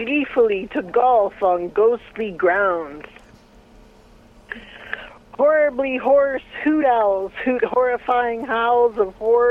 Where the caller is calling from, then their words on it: Vancouver, British Columbia, Canada; I'm calling from Vancouver, Canada.